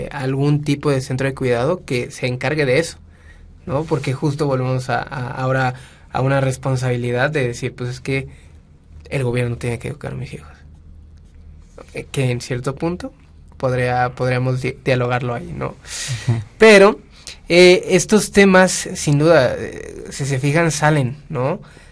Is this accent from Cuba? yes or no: no; Mexico; Ya soy mexicano, entonces puedo contaminar mi